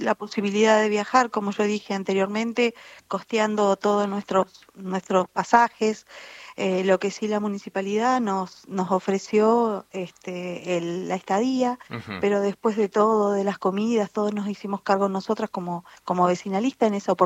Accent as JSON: {"language": "Spanish", "town": "Bariloche", "region": "Río Negro", "country": "Argentina", "said": "y bueno, yo como Bariloche, soy de Bariloche, de la provincia de Río Negro también"}